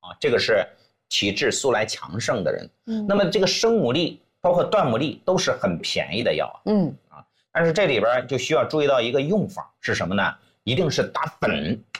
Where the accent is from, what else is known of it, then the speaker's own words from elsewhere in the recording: China; 我们中国人